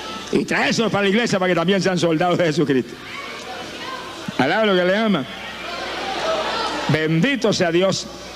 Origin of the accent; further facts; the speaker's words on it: Camuy, Puerto Rico; Yo viví 35 años perdido en mi pueblo de Camuy.